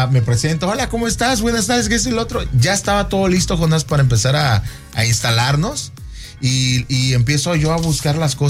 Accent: Boca del Río, Veracruz, Mexico; born there; moved away as an adult; also born or lived in Riviera Maya / Oaxaca / Saltillo, Coahuila; yo nací en Boca del Río?

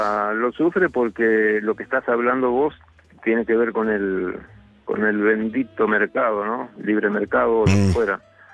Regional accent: González Catán, Buenos Aires Province, Argentina; now in Mallorca, Spain; se dio que un muchacho del barrio, de yo soy de González Catán, en Argentina, estaba viviendo en Mallorca, mi hermano de Argentina me consiguió el número de teléfono de él

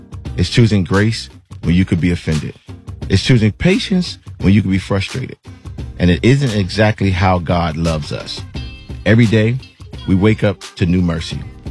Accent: Chicago, Illinois, United States; That is funny. I'm from Chicago. Definitely

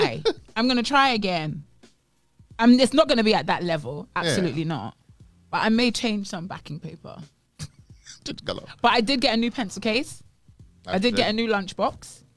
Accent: Ghana; now in Bahamas; I'm Ghanaian to the core.

